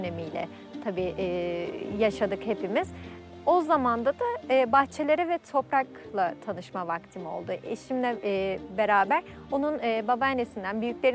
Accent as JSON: {"language": "Turkish", "region": "Sakarya", "country": "Turkey", "tie": "born there", "lives_now": "Gemlik, Turkey", "said": "Aslen Sakarya doğumluyum. Üç kardeşin en küçük çocuğuyum. Gemlik'te yaşıyorum."}